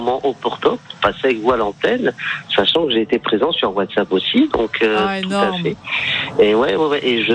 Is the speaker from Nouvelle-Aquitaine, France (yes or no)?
yes; Bordeaux, Nouvelle-Aquitaine, France; Je suis de Bordeaux.